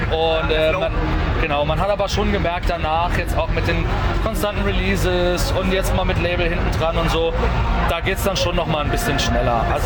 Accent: Saarland, Germany; Also wir sind ja aus dem Saarland

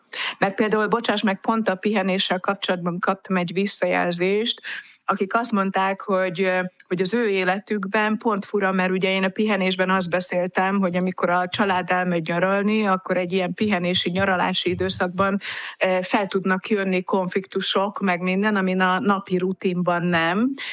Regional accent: Budapest, Hungary; mert hogy budapesti lévén, és nem akarok ezzel semmi extrát mondani, csak budapesti lévén

